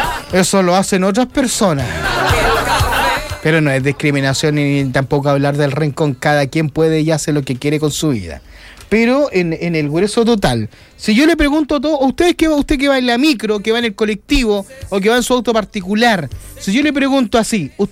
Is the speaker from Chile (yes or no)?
yes; Chile